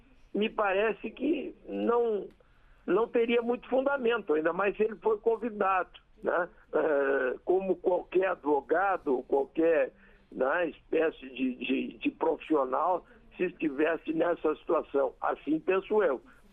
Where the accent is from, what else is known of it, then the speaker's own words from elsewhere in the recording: Passo Fundo, Rio Grande do Sul, Brazil; born there; now in Porto Alegre, Brazil; eu estou aqui no Rio Grande do Sul, em Porto Alegre, vamos dizer, convida para viajar aqui no interior, onde eu nasci, na cidade de Passo Fundo